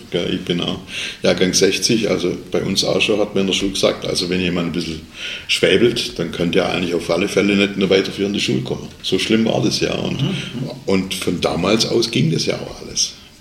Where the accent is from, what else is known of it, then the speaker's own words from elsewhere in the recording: Albstadt, Baden-Württemberg, Germany; Aber ist schon klar, Mensch, allein, wo ich herkomme, Albstadt Ebinger, Auschmettinger, 2 Orte weiter, die hast du nicht verstanden.